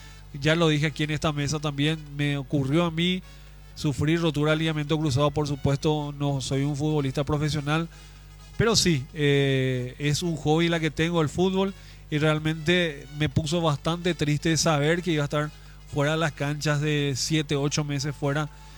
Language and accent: Spanish; Paraguay